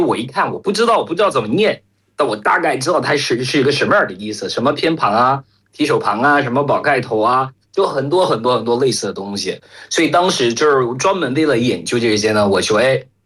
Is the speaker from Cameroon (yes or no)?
yes; Cameroon; Chinese is a second language; moved away as an adult; now in China; 首先我是在喀麦隆开始学的中文